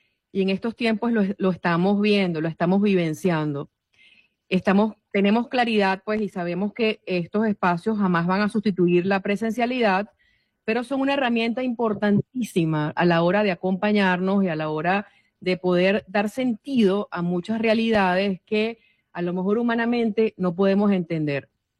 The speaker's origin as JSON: {"language": "Spanish", "country": "Venezuela"}